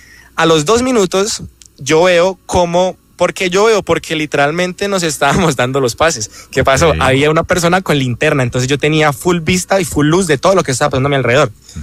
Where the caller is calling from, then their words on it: Bucaramanga, Santander, Colombia; Yo soy de Bucaramanga.